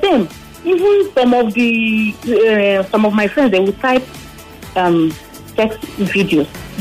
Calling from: Lekki, Lagos, Nigeria; I'm calling from Lekki.

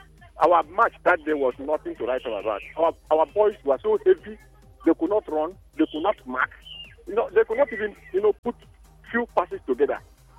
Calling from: Bonny, Rivers, Nigeria; calling from Bonny.

